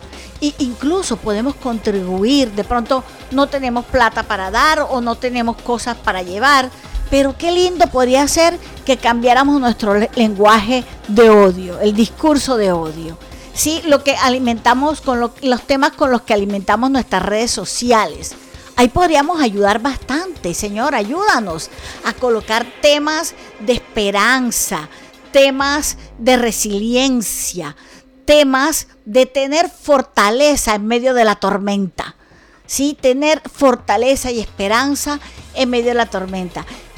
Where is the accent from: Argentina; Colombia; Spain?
Colombia